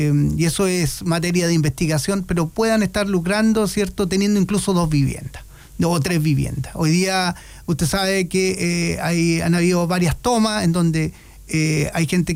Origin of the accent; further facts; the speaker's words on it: Tirúa, Biobío, Chile; Yo soy de acá, de la provincia, soy de Tirúa, por tanto, tengo un cariño especial por cada una de las comunas que tenemos